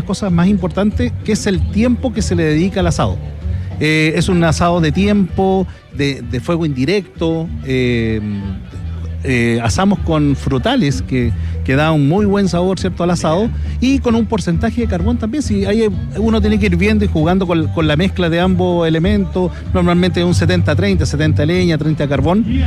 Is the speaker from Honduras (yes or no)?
no; Peñaflor, Santiago Metropolitan Region, Chile; Nosotros somos oriundos de Peñaflor. Ahora estamos con el restaurante en Talagante.